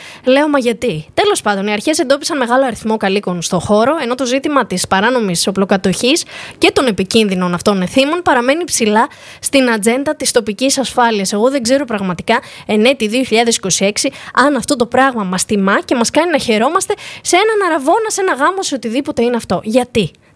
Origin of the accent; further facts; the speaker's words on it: Crete, Greece; νιώθουμε πολύ άσχημα που είμαστε από την Κρήτη